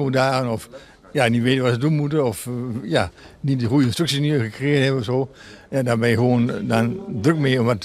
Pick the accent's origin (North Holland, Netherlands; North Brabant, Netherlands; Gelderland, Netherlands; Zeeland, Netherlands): Gelderland, Netherlands; Doetinchem; born there; Ja, ik ben geboren in Doetinchem.